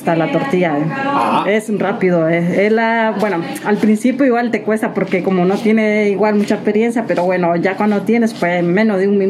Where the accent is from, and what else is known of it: Nicaragua; now in San Sebastián, Spain